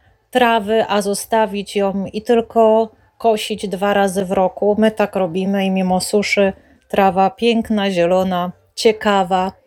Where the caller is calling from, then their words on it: Subcarpathian Voivodeship, Poland; jest straszliwa susza u nas na Podkarpaciu